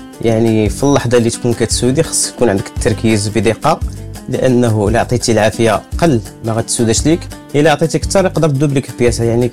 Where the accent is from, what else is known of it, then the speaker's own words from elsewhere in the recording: Morocco; وأنا كشاب مغربي كنحاول نطورها إن شاء الله